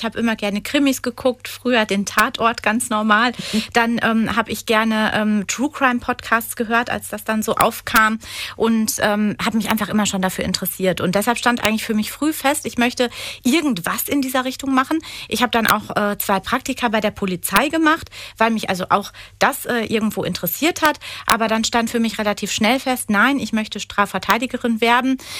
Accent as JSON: {"language": "German", "town": "Dortmund", "region": "North Rhine-Westphalia", "country": "Germany", "tie": "born or raised there", "said": "ich bin 43 Jahre alt, ich bin verheiratet, bin gebürtig aus Dortmund, lebe auch in Dortmund"}